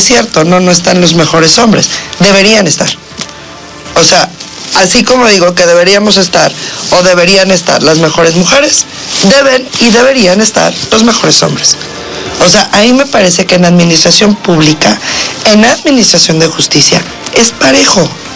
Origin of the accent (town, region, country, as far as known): Puebla, Mexico